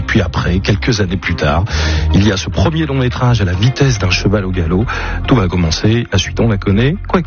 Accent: Vichy, Auvergne-Rhône-Alpes, France; born there; Je suis né à Vichy.

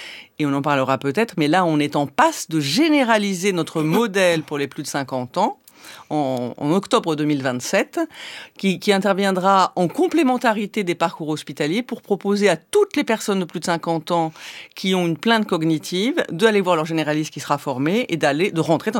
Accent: Algeria; Alors, j'ai grandi en Algérie, effectivement, après l'indépendance de l'Algérie, dans une période intermédiaire. J'y suis arrivée à l'âge de 3 ans.

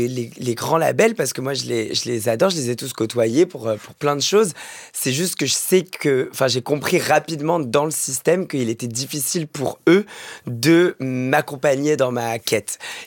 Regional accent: France; on est français

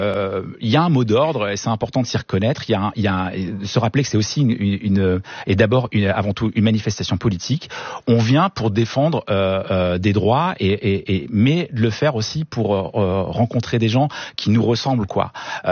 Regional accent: Brittany, France; now in Pantin, France; moi, qui maintenant vis une partie en banlieue à Pantin, où je vis, et une autre partie en Bretagne où je suis retourné

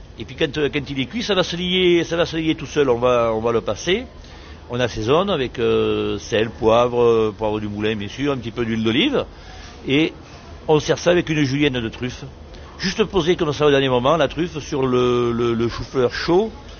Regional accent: Provence-Alpes-Côte d'Azur, France; Moi, j'aime bien travailler les légumes parce que bon, chez nous, en Provence, on a beaucoup de légumes et de bons légumes.

